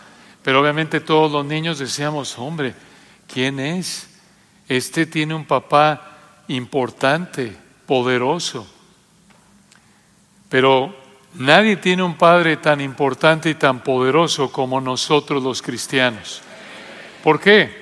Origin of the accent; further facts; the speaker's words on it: Mexico City, Mexico; Cuando era niño, yo recuerdo allá en la Ciudad de México, los compañeros en la escuela